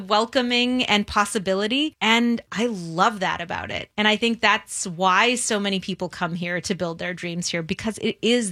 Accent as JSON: {"language": "English", "region": "East Coast", "country": "United States", "tie": "born or raised there", "said": "We grew up in suburbs on the East Coast, didn't have access to be able to live out big dreams."}